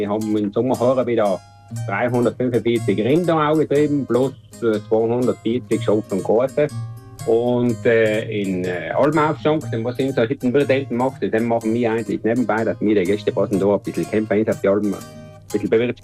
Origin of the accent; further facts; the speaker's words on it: Trentino-Alto Adige, Italy; Zwar in Osttirol, aber ich bin ein Südtiroler, gell?